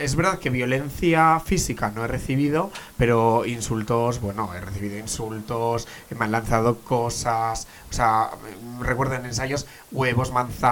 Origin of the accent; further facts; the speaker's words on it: Irun, Basque Country, Spain; yo, bueno, pensar que soy de Irún, estudié en Irún y luego estudié en Hondarribi.